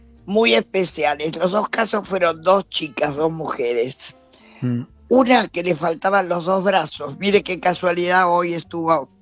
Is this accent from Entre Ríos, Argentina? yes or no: no; Martínez, Buenos Aires Province, Argentina; De Martínez, de Capital.